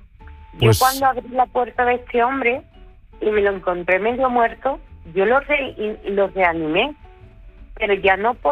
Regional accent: Medina Sidonia, Andalusia, Spain; Soy de Medina Sidonia, Cádiz. Soy de pura.

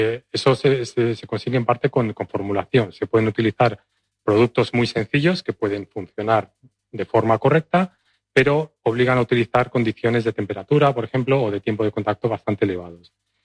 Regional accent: Valladolid, Castile and León, Spain; moved away as an adult; now in Ador, Spain; Yo soy de Valladolid

